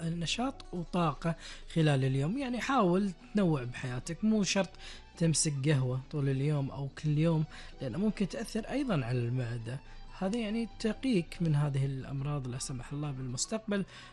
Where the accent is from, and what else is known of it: Kuwait